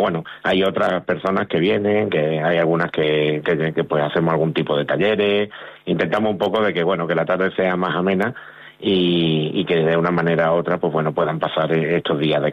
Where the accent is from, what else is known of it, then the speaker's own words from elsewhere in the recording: Pizarra, Andalusia, Spain; es verdad que a lo mejor hoy no es el día para invitaros a mi pueblo, pero bueno, que vengáis a Pizarra